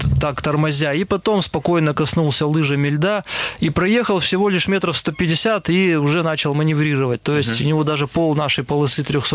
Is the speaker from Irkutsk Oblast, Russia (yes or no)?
no; Perm, Perm Krai, Russia; и я один из Перми